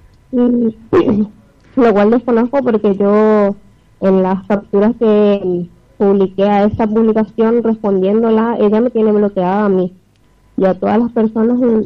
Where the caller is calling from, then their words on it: Resistencia, Chaco, Argentina; de Resistencia, sí, de la Liguria